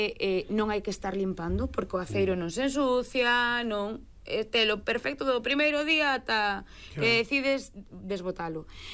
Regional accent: Pazos de Borbén, Galicia, Spain; Eu son de Pazos de Borbén.

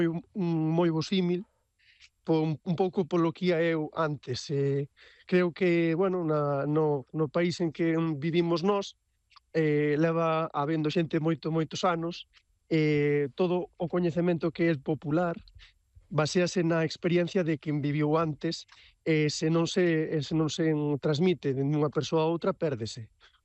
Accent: Galicia, Spain; e como galegos temos que aprezalo porque tamén parte do que somos nós, non?

